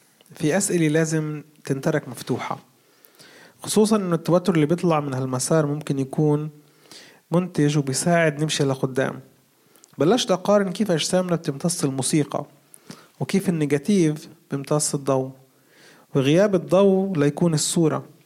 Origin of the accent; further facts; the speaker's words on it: Palestine; واحد من أكبر تحدياتنا كفلسطينيين هو إنه عم نتبعثر من أكثر من 100 سنة عم نتبعثر